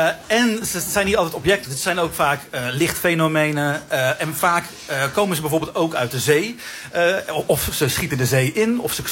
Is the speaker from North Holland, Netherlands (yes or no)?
no; North Brabant, Netherlands; born there; now in Gouda, Netherlands; Ik ben geboren in Brabant